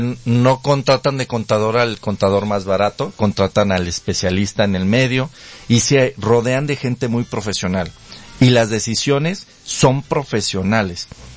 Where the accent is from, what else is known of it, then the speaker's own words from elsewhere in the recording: Jalisco, Mexico; yo soy de Jalisco